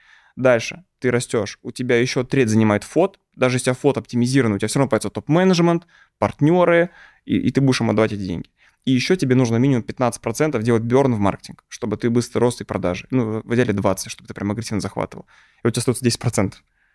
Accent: Moscow, Russia; born or raised there

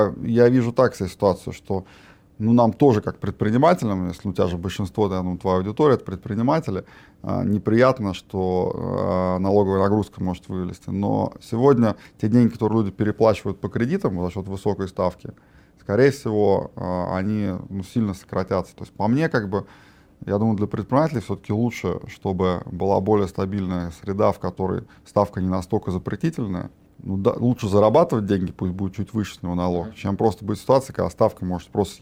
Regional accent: Kostroma, Kostroma Oblast, Russia; поскольку мы были из Костромы

